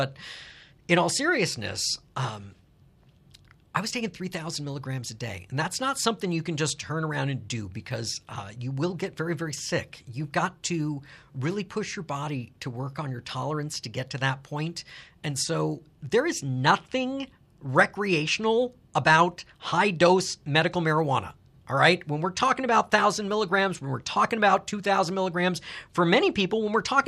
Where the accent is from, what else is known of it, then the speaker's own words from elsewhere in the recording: Tucson, Arizona, United States; also born or lived in New York; now in Tucson, United States; I made the very difficult decision to return to my hometown of Tucson, Arizona, where my octogenarian parents still live